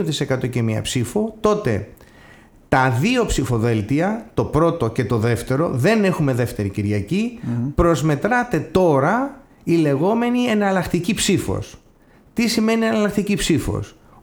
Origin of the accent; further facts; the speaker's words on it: Corfu, Ionian Islands, Greece; Εγώ προέρχομαι από τη Δημοτική Ενότητα Παρελίων.